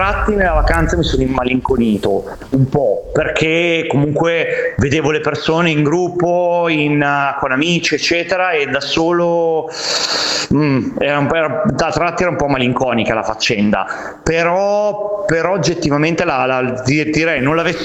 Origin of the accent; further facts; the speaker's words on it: Bologna, Emilia-Romagna, Italy; a Bologna, chiaro che sì, io sono bolognese, abito lì, ho vissuto lì